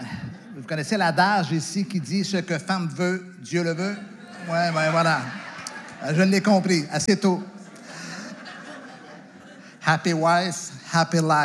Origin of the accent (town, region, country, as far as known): Quebec, Canada; accent: Québécois